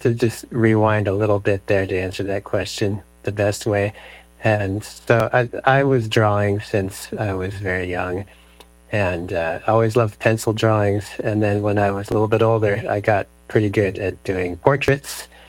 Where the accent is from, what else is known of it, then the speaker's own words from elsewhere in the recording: Atlanta, Georgia, United States; moved away; I'm from Atlanta originally, in Georgia